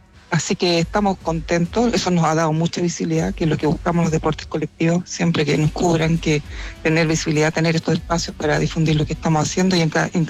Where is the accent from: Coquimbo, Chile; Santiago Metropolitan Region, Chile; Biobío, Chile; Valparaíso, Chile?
Santiago Metropolitan Region, Chile; Santiago; No, soy de Santiago.